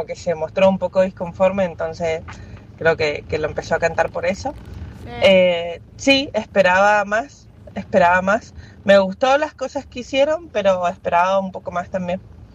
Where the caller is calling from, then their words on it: Argentina; nos describe como argentinos